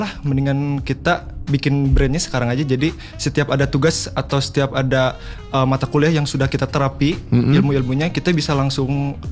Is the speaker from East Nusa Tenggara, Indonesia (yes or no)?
no; Bandung, West Java, Indonesia; Aku orang Bandung asli sih kak.